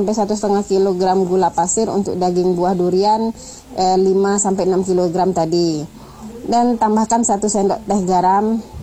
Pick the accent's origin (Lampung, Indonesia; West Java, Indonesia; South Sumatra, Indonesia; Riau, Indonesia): Riau, Indonesia; born there; Sama seperti daerah kelahiran saya di Riau, di sana dinamakan lempok durian.